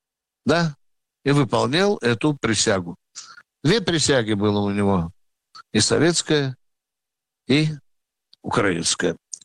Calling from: Stavropol, Stavropol Krai, Russia; из Ставрополя.

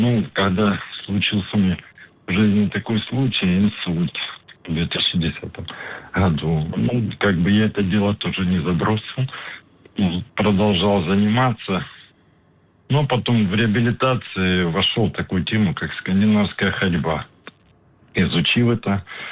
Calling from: Donetsk, Donetsk Oblast, Ukraine; из Донецка.

